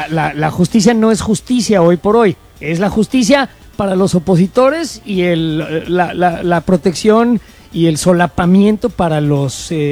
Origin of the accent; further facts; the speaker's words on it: Mexico; 57 años en este planeta siendo mexicano